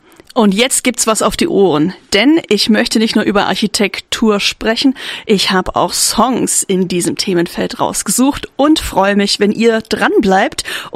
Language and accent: German; Magdeburg, Saxony-Anhalt, Germany; born there; Ich komme gebürtig aus Magdeburg.